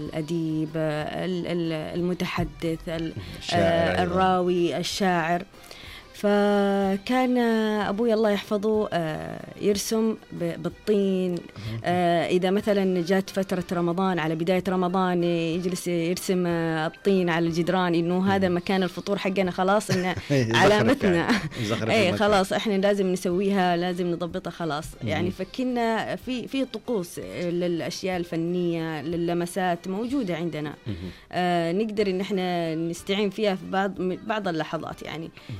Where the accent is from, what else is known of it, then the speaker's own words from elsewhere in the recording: Jazan Province, Saudi Arabia; احنا اساسا معروفين في منطقة جيزان